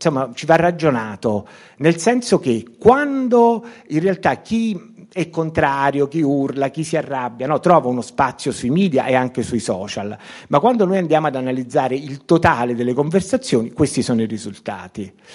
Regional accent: Naples, Campania, Italy; non lo dico in quanto napoletano, ma è vero.

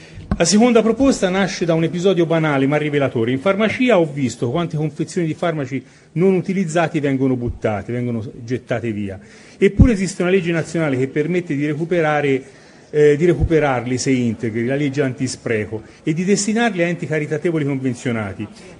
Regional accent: Tuscany, Italy

